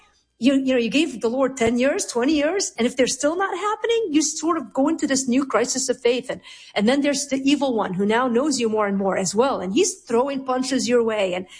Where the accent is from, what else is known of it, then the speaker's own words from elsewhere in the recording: Lebanon; now in United States; Like, I'm Lebanese. I grew up in Lebanon. And this is the essence of the American dream.